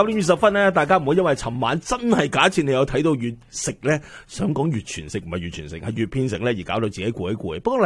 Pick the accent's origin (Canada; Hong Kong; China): Canada; 系啦，义愤填空咧系作为加拿大人咧应该有嘅一个态度嚟嘅